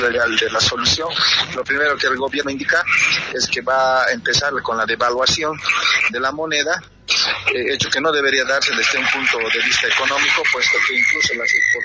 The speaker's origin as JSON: {"language": "Spanish", "country": "Bolivia"}